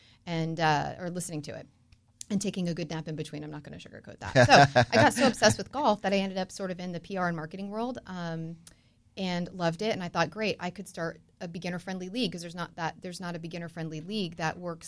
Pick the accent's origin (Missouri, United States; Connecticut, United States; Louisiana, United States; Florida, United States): Florida, United States; Lake Mary; also born or lived in Marietta, Ohio; now in Orlando, United States; My grandmother was here in Florida. And so we toted around in a few other states. But by the time I was three, we were here. And I grew up in Lake Mary. So sort of Longwood, like I grew up in the Woodlands.